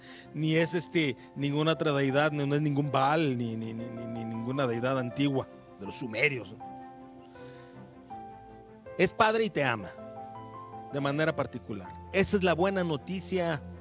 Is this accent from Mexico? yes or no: yes; Mexico; Si yo soy mexicano